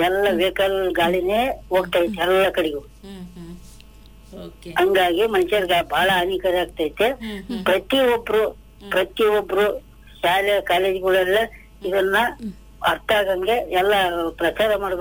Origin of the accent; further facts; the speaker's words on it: Hirekattigere, Karnataka, India; now in Chitradurga, India; ನಾವು ಚಿತ್ರದುರ್ಗ ಹಿರೇಕಟ್ಟಿಗೆರೆ ಗ್ರಾಮದಿಂದ ನಾವು ಸಿಟಿಯಲ್ಲಿ ಇಲ್ಲಿ ಚಿತ್ರದುರ್ಗದಲ್ಲಿ ಇದೀವಿ.